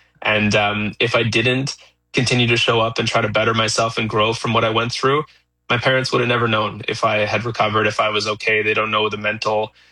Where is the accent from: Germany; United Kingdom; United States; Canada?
Canada; I'm born and raised in Canada.